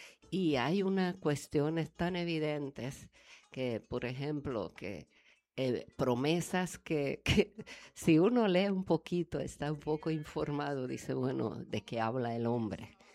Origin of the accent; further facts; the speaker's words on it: Colombia; now in Cartagena, Colombia; colombo-húngara, radicada en Cartagena y me considero costeña.